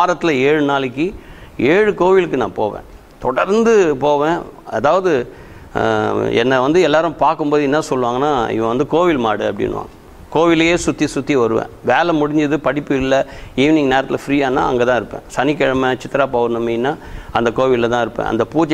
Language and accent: Tamil; Mylapore, Tamil Nadu, India; born or raised there